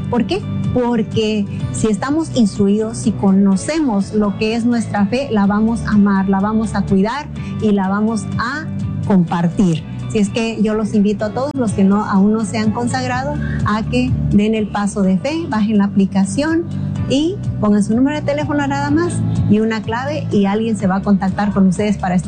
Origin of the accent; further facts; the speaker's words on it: Guerrero, Mexico; now in Moreno Valley, United States; yo soy originaria de Guerrero, México, de la Costa Chica de Guerrero, y actualmente vivo en Moreno Valley